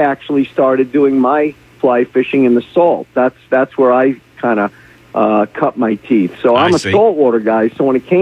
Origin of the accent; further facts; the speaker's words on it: New York, United States; also born or lived in Connecticut; because I growing up in New York and living in Connecticut, I was a big saltwater angler, and I didn't fly fish while I lived in New York. I started fly fishing when I moved to Connecticut.